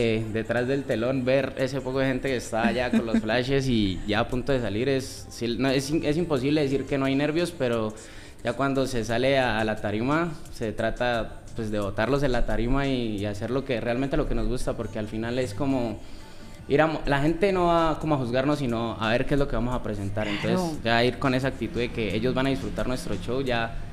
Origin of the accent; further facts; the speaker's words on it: Popayán, Cauca, Colombia; also born or lived in El Bordo, Cauca; nacido acá en el departamento del Cauca. Nací en el Bordo Cauca, pero toda mi vida he vivido acá en Popayán.